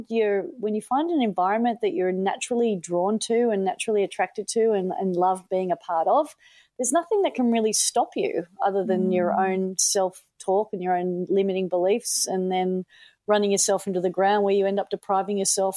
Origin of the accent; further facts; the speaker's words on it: Manly, New South Wales, Australia; Well, it started, as you say, in Manly. It started when I grew up surfing.